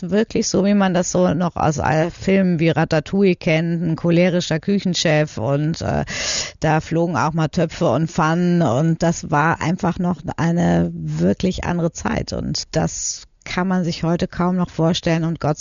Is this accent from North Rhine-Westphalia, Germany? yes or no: yes; Paderborn, North Rhine-Westphalia, Germany; born there; ich bin in Paderborn zur Schule gegangen